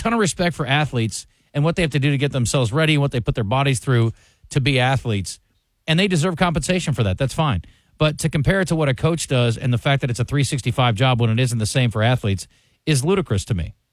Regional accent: Des Moines, Iowa, United States; Drake was in Des Moines. I grew up in Des Moines. I rooted for Drake.

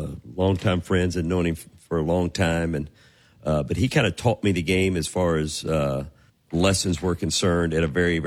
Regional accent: Madisonville, Kentucky, United States; It was back in my hometown where I grew up, Madisonville, Kentucky, Madisonville Country Club.

